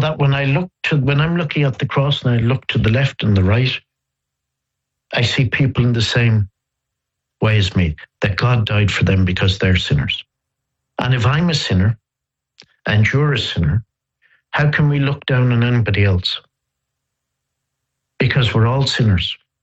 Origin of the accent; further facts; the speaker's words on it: Dublin, Leinster, Ireland; Brother Oliver was a Passionist brother when I was growing up in Dublin